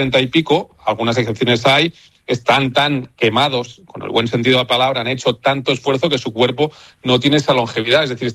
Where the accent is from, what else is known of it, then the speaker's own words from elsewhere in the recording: Catalonia, Spain; Soy catalán, pero no hay problema, no te preocupes.